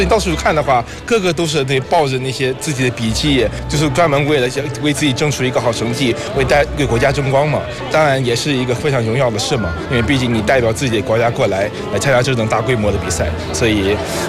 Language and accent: Chinese; Singapore; 我是来自新加坡选手，